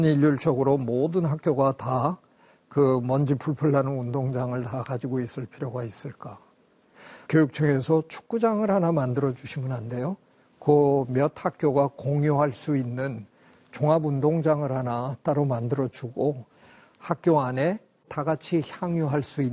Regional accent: Gangneung, Gangwon, South Korea; moved away; 제 고향 강릉에 가서

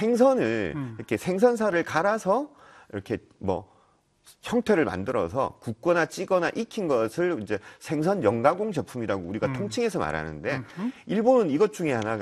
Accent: Busan, South Korea; moved away as an adult; also born or lived in Seoul; 부산 출신입니다.

